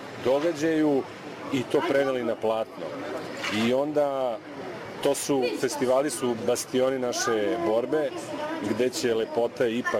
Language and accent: Serbian; Sombor, Vojvodina, Serbia; born there; imam neki osjećaj, iako sam rođen u Somboru, da sam u stvari nekako kod kuće.